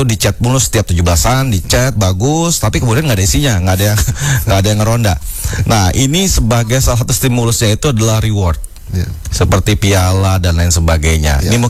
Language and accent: Indonesian; Jakarta, Indonesia; Kalau di daerah saya di Jakarta, khususnya itu lebih enak tuh malam-malam gini di rumah aja.